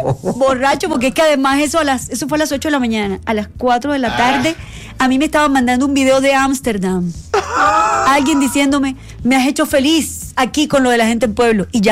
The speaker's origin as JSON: {"language": "Spanish", "area": "Cartagena", "region": "Caribbean Region", "country": "Colombia", "tie": "born there", "also_born_or_lived": "Barranquilla"}